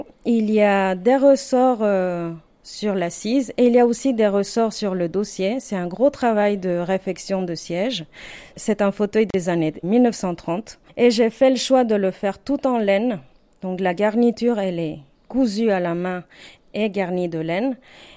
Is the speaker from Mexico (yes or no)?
yes; Mexico; moved away as an adult; now in Revermont, France; Oui, je suis arrivée en 2015. Après, alors moi, je viens du Mexique. J'avais fait les Beaux-Arts là-bas.